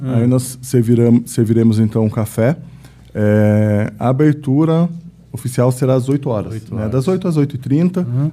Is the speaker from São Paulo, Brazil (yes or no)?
yes; Itapetininga, São Paulo, Brazil; Eu sou da zona rural, né? Sou do Gramadinho, metade da família do Gramadinho, Varginha, São Roque, enfim.